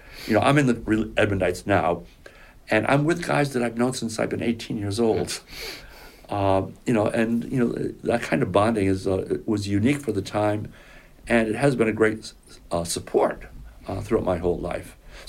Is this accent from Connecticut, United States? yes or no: yes; Plainfield, Connecticut, United States; I grew up in northern Connecticut, the northeast corner of Connecticut. I went to grade school in Plainfield, Connecticut, a Catholic school there.